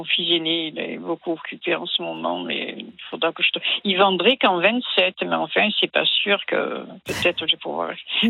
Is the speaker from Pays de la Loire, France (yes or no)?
no; Toulon, Provence-Alpes-Côte d'Azur, France; Ben moi, je suis toulonnaise aussi.